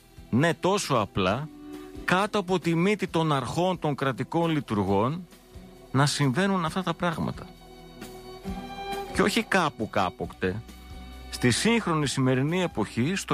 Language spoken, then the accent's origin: Greek; Komotini, Eastern Macedonia and Thrace, Greece; Εγώ είμαι από την Κομωτινή